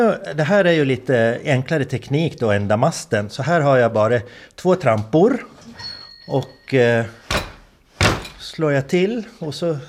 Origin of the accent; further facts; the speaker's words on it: Hemse, Gotland, Sweden; i Hemse där jag växte upp